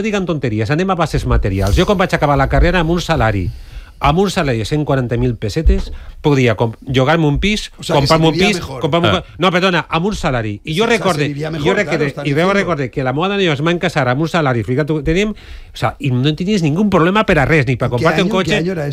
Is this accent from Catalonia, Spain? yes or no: no; Valencia, Valencian Community, Spain; jo soc de Patrais.